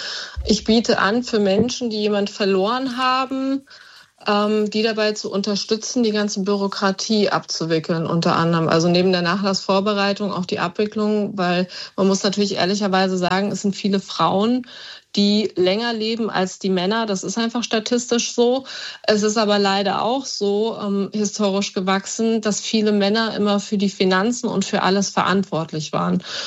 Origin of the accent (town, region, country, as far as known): Frankfurt, Hesse, Germany; born there